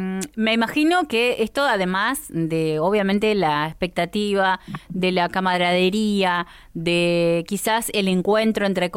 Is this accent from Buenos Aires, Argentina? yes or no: no; Santa Cruz, Argentina; que cada vez seamos más los santacruceños que nos animemos a ponernos las zapatillas y salir a correr.